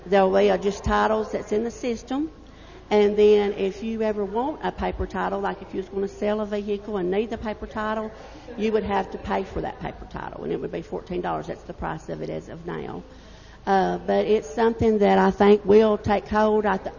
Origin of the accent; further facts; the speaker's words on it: United States; They have passed away, but that's who my parents was. And I was born and raised here in Macon County.